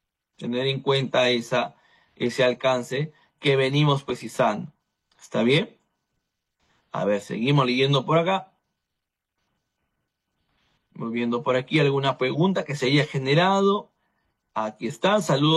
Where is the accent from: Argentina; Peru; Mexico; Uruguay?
Peru; Chiclayo, Lambayeque; bendiciones hasta mi tierra hermosa de Chiclayos